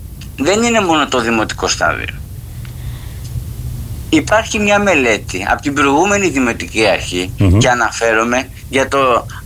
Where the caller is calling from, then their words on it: Zakynthos, Ionian Islands, Greece